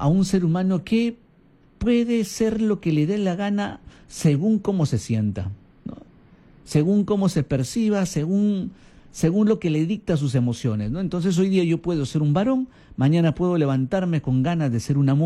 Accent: Peru; estamos perdiendo el sentido de identidad como peruanos, como católicos, ¿no?

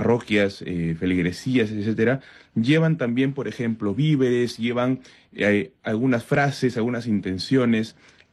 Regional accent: Peru; también lo asociaba un poco el tema a nuestra misión como ciudadanos, como peruanos, ¿no?

